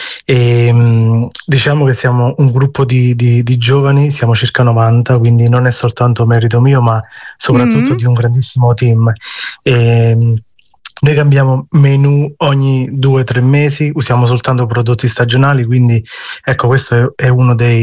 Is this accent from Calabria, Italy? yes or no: no; Maddaloni, Campania, Italy; now in London, United Kingdom; Io sono di Maddaloni, provincia di Caserta